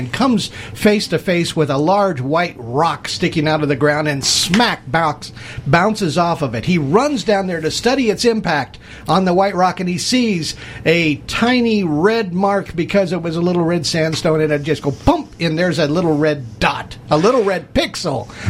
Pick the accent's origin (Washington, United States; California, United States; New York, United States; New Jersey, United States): California, United States; Los Angeles; born or raised there